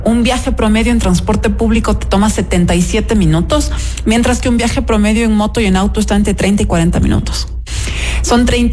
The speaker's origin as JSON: {"language": "Spanish", "town": "Quito", "region": "Pichincha", "country": "Ecuador", "said": "como quiteños y quiteñas"}